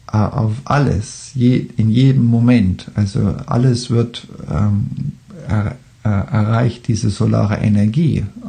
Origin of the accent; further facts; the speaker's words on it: Germany; now in Australia; dass ich komme aus Deutschland, lebe aber in Australien. Und ich lebe jetzt schon länger in Australien, als ich in Deutschland gelebt habe.